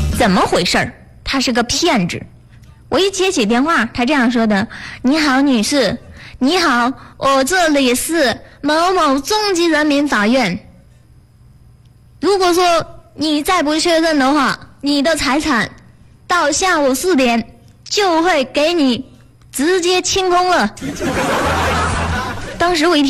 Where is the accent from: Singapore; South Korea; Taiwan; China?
China; Northeast China; 我们东北人说话都这样子的